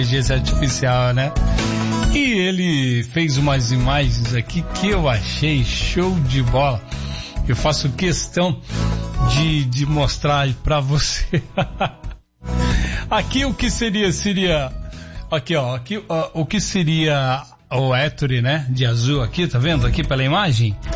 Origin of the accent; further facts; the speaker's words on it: Curitiba, Paraná, Brazil; moved away; ele que é meu conterrâneo, e ele que está lá em Curitiba, né? Na minha terra